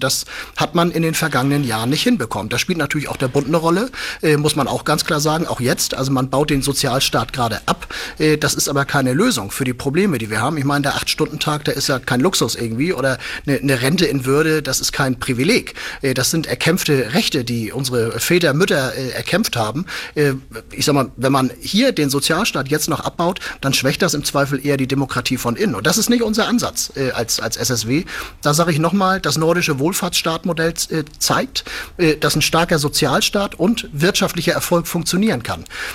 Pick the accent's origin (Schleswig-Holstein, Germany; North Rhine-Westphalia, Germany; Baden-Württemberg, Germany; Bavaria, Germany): Schleswig-Holstein, Germany; Flensburg; Und ich meine, ich komme ja aus Flensburg